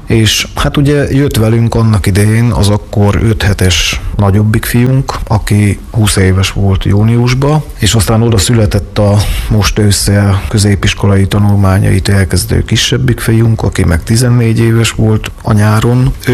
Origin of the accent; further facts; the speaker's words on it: Szabolcs-Szatmár-Bereg, Hungary; én tényleg tőzsgyökeres szatmári vagyok